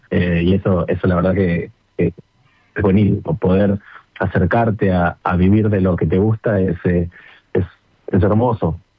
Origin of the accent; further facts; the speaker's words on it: Pilar, Buenos Aires Province, Argentina; now in Buenos Aires, Argentina; Ahora sí vivo en Capital, pero soy de Pilar, de zona norte.